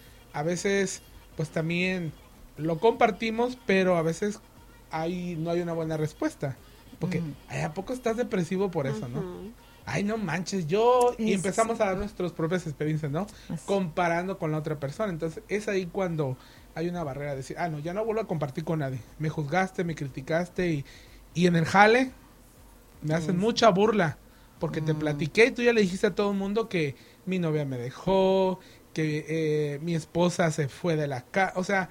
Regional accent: Mexico; Cuando, y yo soy de México, entonces cuando hay veces que los papás te dicen, aguántese, mijo, aguántese y hasta que no.

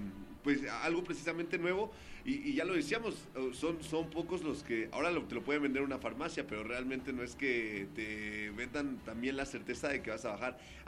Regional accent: Mexico; siendo mexicanos

